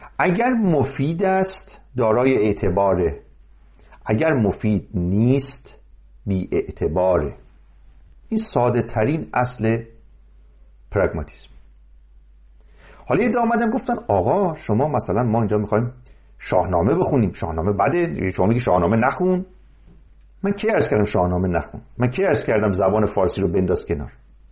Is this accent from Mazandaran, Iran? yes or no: yes; Mazandaran, Iran; من چون مازندرانی هستم از اونجا شروع میکنم.